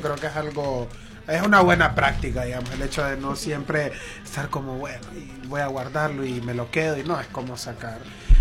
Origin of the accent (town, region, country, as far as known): Honduras; now in Argentina